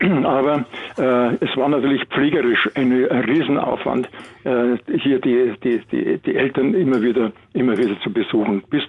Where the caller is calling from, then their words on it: Munich, Bavaria, Germany; Meine Frau und ich, wir sind beide aus München